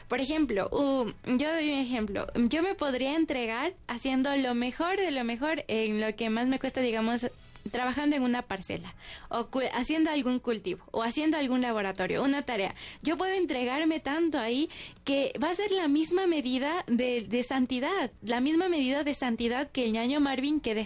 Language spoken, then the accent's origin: Spanish; Ecuador; nosotros como ecuatorianos mismo somos muy bendecidos